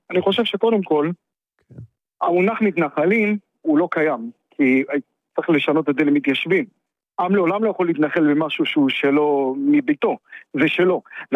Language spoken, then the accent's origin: Hebrew; Yavne, Central District, Israel; אני מיבנה.